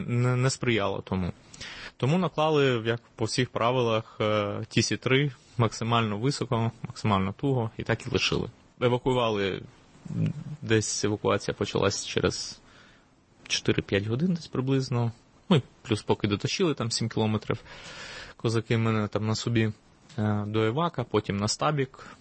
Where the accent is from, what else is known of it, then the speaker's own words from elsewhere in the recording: Mykolaiv, Mykolaiv Oblast, Ukraine; місто, звичайно, воно завжди залишиться моїм рідним містом, і містом, де я народився, де народилась моя дитина, де я зустрів свою дружину